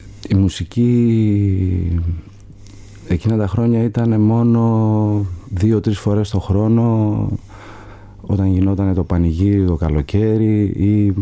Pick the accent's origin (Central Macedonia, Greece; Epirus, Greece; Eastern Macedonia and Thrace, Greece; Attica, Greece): Epirus, Greece; Ioannina; Εγώ γεννήθηκα στα Γιάννενα πάνω, στα Ανατολικά Ζαγόρια δηλαδή, σε ένα χωριό στην Πίνδο.